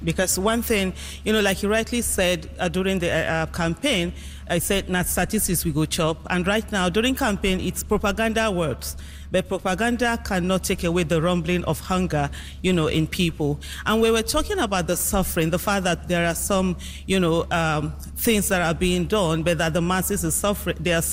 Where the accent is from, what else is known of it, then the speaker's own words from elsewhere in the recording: Nigeria; I'm a Nigerian and I live in Nigeria.